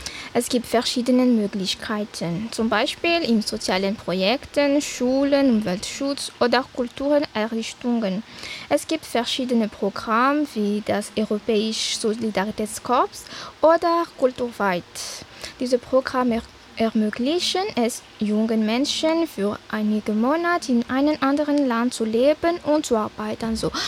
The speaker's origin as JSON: {"language": "German", "country": "Madagascar", "moved": "as an adult", "lives_now": "Germany", "said": "ich komme aus Madagaskar. Ich mache auch BFD hier in Deutschland im Krankenhaus."}